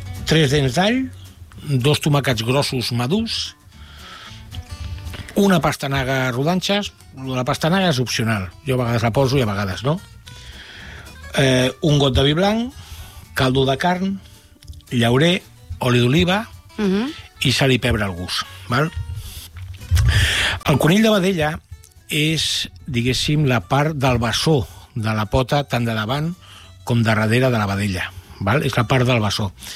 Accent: Cervelló, Catalonia, Spain; la setmana passada va ser fira al meu poble, a Cervelló.

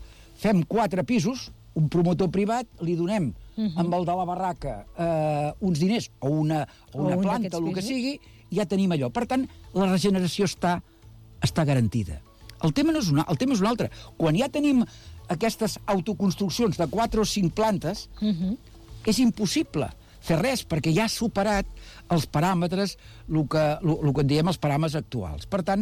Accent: Badalona, Catalonia, Spain; com a badaloní

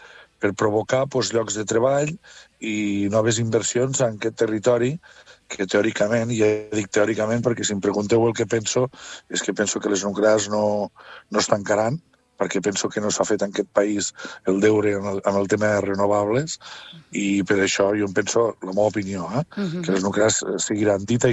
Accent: Catalonia, Spain; els municipis de la part lleidatana, que som els del Segrià, de la part sud del Segrià

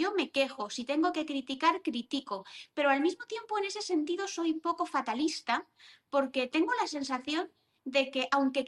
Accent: Valencia, Valencian Community, Spain; now in Madrid, Spain; yo soy valenciana

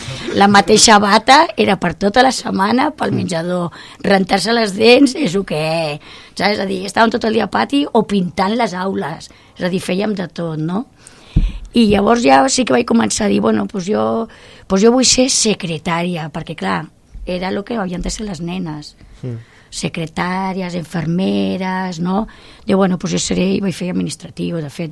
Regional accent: El Prat de Llobregat, Catalonia, Spain; Jo sóc nascuda al Prat de Llobregat, i el Prat de Llobregat ara és tota una ciutat, és molt emblemàtica. I abans no, abans érem els pagesos del cercle de metropolità de Barcelona

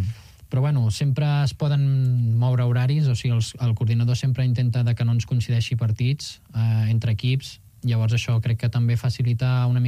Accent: Arenys, Catalonia, Spain

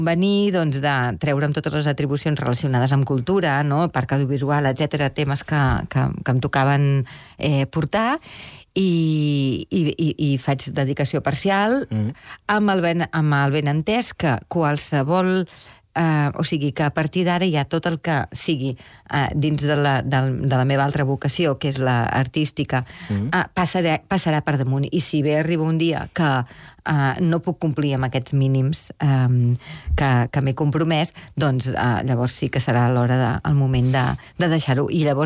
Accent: Catalonia, Spain; A veure, el primer que vaig fer van ser els Pastorets, com a bona catalana.

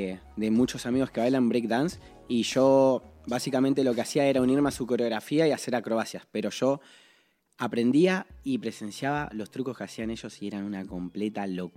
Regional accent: Argentina; now in Castelldefels, Spain; Soy de Argentina y llevo en Castelldefels viviendo un año aproximadamente.

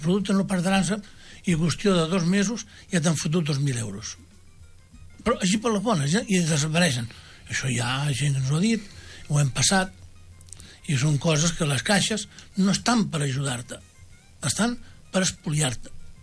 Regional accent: Rubí, Catalonia, Spain; born there; vam néixer aquí a Rubí.

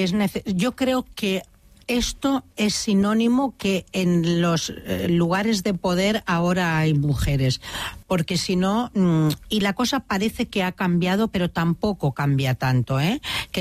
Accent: Gavà, Catalonia, Spain; Catalan is a second language; Sí, sóc de Gavà, però si t'has fixat, em dona com respecte no parlar-ho bé de totes

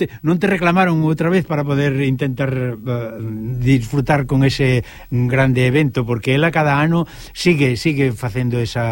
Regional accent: Galicia, Spain; nosotros como galegos

